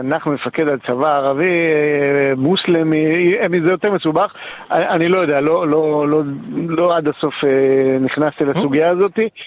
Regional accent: Golan Heights, Northern District, Israel; אני גר ברמת הגולן, רמת הגולן הייתה אזור סורי ששלט על עמק הירדן במשך שנים, וגר, נולדתי שם וגדלתי שם

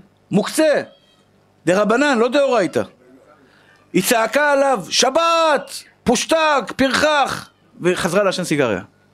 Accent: Tel Aviv, Tel Aviv District, Israel; היום אני הולך לדבר בקריית שלום בתל אביב, בבית כנסת שבו גדלתי בתור ילד

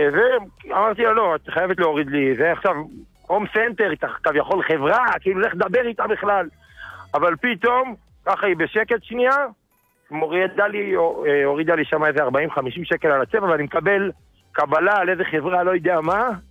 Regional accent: Ofakim, Southern District, Israel; לא, מאופקים.

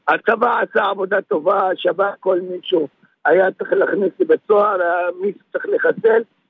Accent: West Bank, Palestine; now in Triangle, Israel; אני גר במשולש, אבל אני גדלתי בשטחים, וחייתי בשטחים בכפר פונוק

